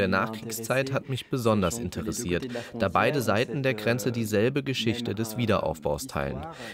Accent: Sarreguemines, Grand Est, France; Ich bin in Saargemünd aufgewachsen.

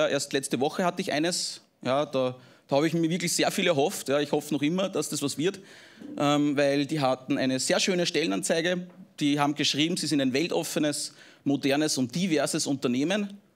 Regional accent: Engerwitzdorf, Upper Austria, Austria; Ja, ich komme aus Oberösterreich, das liegt in Österreich, aus der Region des Mühlviertels. Das Dorf heißt Engerwitzdorf, ist sehr klein

